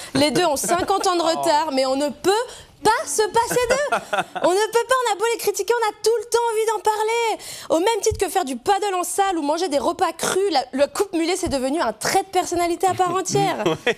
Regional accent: Monthey, Valais, Switzerland; moved away as an adult; Je suis valaisanne, voilà, je vous le dis. Moi, j'ai grandi à Monté jusqu'à mes 18 ans.

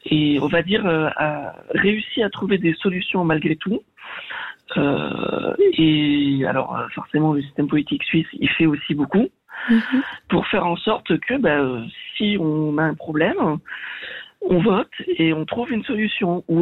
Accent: Southwest France, France; C'est-à-dire que je viens du sud-ouest de la France. On a quand même une langue dans le sud-ouest de la France qui s'appelle l'occitan.

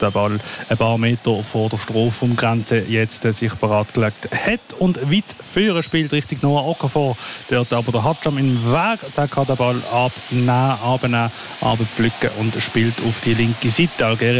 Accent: Switzerland; Und wir sind Schweizer Fans, die hier Arm in Arm zusammen auf der Tribüne stehen und singen.

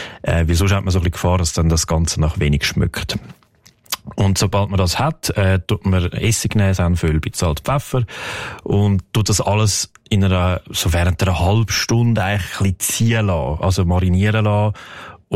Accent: Switzerland; Oder bei uns in der Schweiz kennt man natürlich den Servelat besonders gut.

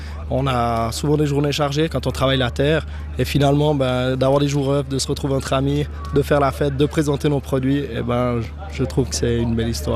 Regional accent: Valais, Switzerland; je suis originaire de Lille en Valais

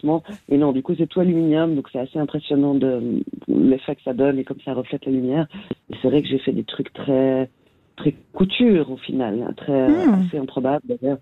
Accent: Geneva, Switzerland; Je suis genevoise et toujours vécu à Genève, où le jardin botanique était.

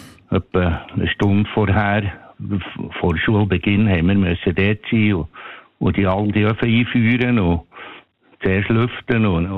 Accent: Leissigen, Bern, Switzerland; now in Burgistein, Switzerland; Ich bin in Burg, in Leissig am Thunersee aufgewachsen.

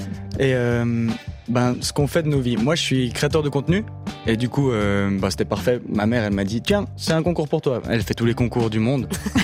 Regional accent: Switzerland; also born or lived in Gruyère, Fribourg; je suis valaisan et gruyérien.

